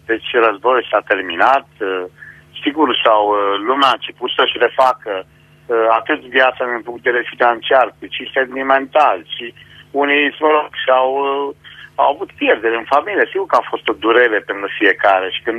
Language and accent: Romanian; Banat, Romania; Numele, eu sunt bănățean și bunicii mei au fost din Sinicolau Mare.